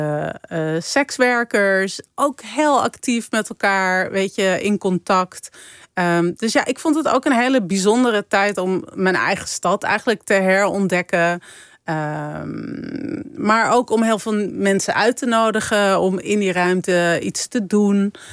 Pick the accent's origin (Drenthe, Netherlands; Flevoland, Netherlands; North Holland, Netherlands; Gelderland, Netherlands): North Holland, Netherlands; Amsterdam; ik heb er als Amsterdammer natuurlijk grote moeite mee. Ik vind het heel moeilijk om in dezelfde buurt te wonen waar ik opgroei.